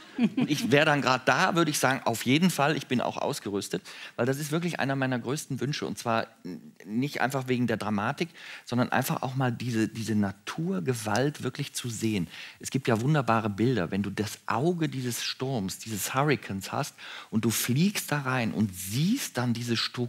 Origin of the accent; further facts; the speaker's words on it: North Rhine-Westphalia, Germany; ich bin ja hier in Nordrhein-Westfalen aufgewachsen